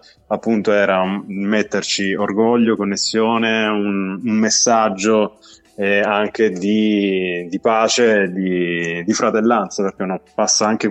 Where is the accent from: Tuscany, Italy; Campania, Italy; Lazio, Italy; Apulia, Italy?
Apulia, Italy; now in Turin, Italy; io che sono pugliese ma che vivo a Torino